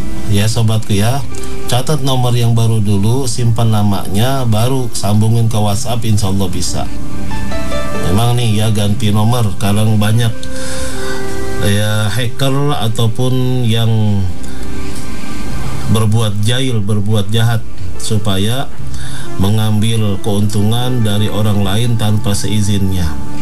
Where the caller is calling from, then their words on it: Pandeglang, Banten, Indonesia; Pak Ustadz, saya dari Pandeglang.